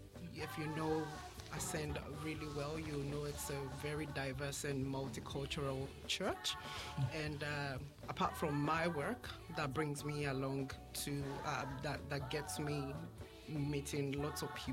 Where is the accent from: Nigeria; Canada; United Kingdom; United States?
Nigeria; now in Hawke's Bay, New Zealand